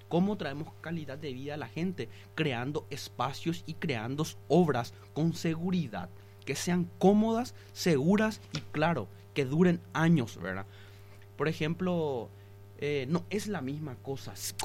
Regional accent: Paraguay

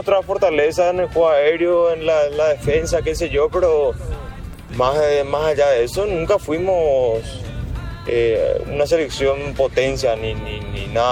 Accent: Paraguay

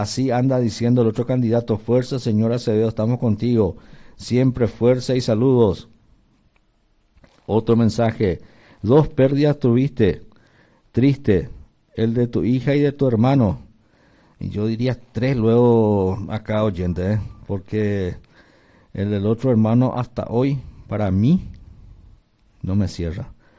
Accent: Pedro Juan Caballero, Amambay, Paraguay; Soy de Pedro Juan Caballero al 100%.

